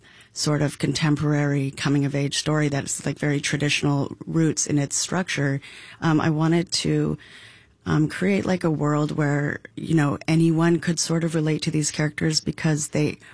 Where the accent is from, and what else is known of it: Calgary, Alberta, Canada; born or raised there; also born or lived in Jasper